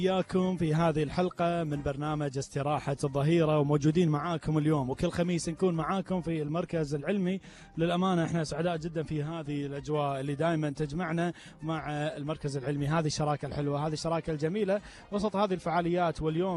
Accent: Kuwait; لأن مثل بلدنا الكويت وإحنا بلد ساحلي نطلع البحر

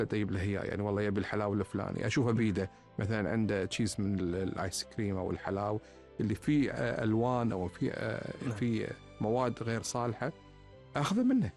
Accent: Kuwait; قلت له من الكويت.

